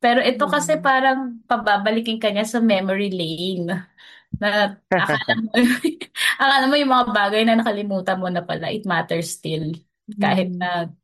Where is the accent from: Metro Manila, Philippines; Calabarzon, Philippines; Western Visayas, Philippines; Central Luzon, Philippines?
Metro Manila, Philippines; Malabon; E tapos po, di ba, sobrang layo. I'm from Malabon. Tapos Mandaluyong po yung.